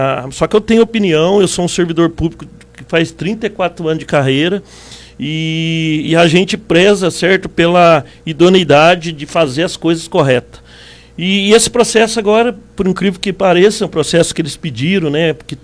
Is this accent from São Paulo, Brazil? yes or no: yes; Cunha, São Paulo, Brazil; moved away as an adult; now in Pindamonhangaba, Brazil; eu sou lá da cidade de Cunha, certo? E quando chegou no mês de julho, aí eu vim para cá, para Pinda, acabei comprando um imóvel aqui e estou residindo aqui.